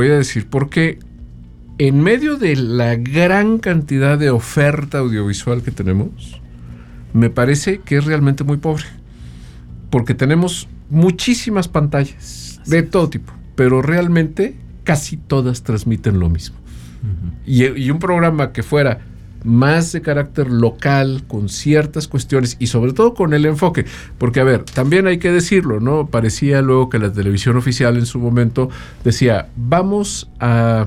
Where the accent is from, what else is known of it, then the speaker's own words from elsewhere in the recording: San Luis Potosí, Mexico; yo soy muy potosino